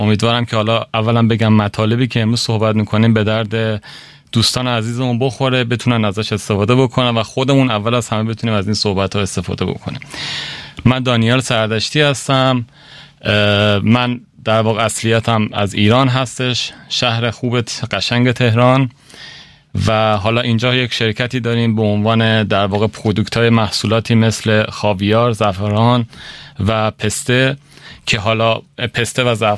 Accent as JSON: {"language": "German", "country": "Iran", "moved": "yes", "lives_now": "Germany", "said": "Ich komme ursprünglich aus dem Iran und lebe seit einigen Jahren in Deutschland."}